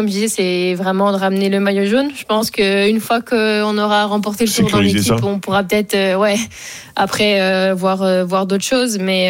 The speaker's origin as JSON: {"language": "French", "country": "France", "said": "en tant que française"}